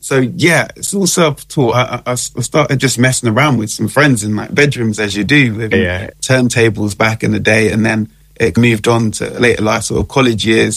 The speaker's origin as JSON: {"language": "English", "region": "London", "country": "United Kingdom", "tie": "born or raised there", "said": "Grew up with a lot of sort of music art growing up in South London."}